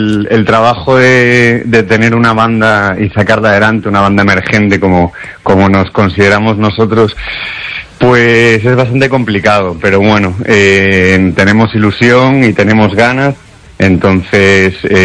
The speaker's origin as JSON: {"language": "Spanish", "town": "A Coruña", "region": "Galicia", "country": "Spain", "said": "pasado mañana tocamos en Coruña, que es nuestra... la casa mía y de Miguel, el batería de … que somos los dos de Coruña."}